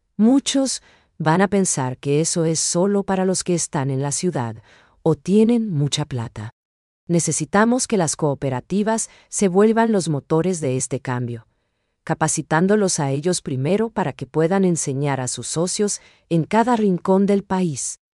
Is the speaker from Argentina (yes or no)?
no; Paraguay